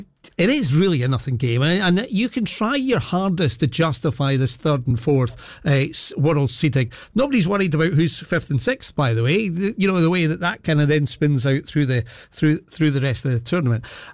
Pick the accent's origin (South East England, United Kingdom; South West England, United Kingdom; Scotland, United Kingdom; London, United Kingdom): Scotland, United Kingdom; you know, I'm Scottish and we've been on this journey